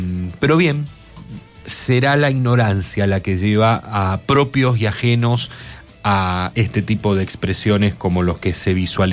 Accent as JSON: {"language": "Spanish", "country": "Argentina", "said": "A mí me enorgullece como argentino."}